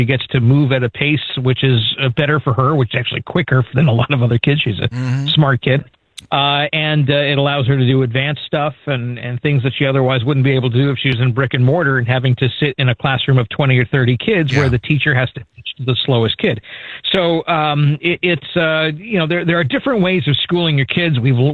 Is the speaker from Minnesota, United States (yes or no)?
no; New York, United States; moved away as an adult; now in Florida, United States; I grew up in New York where you started after Labor Day, and they still start after Labor Day. And every year in August, I've been in Florida 27 years.